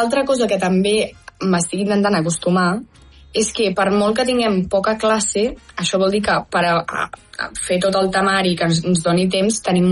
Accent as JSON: {"language": "Catalan", "region": "Catalonia", "country": "Spain", "moved": "as an adult", "lives_now": "United States", "said": "som quatre catalans"}